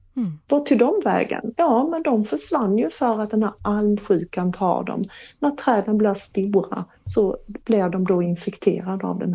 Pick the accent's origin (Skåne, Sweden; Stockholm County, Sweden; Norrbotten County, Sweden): Skåne, Sweden; Och jag är ju uppväxt i Skåne med stora fantastiska almar.